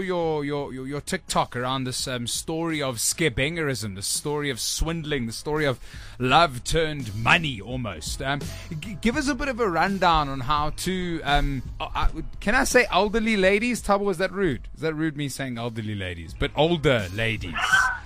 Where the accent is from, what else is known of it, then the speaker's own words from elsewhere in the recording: Johannesburg, Gauteng, South Africa; Let's not bring Joburg. That's my hometown.